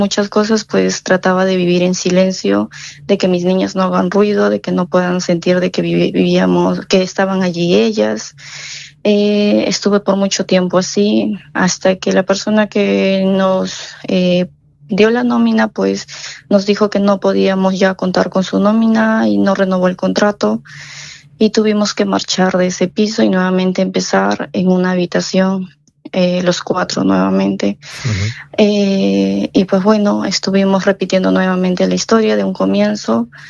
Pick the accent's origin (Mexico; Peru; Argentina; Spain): Peru; moved away as an adult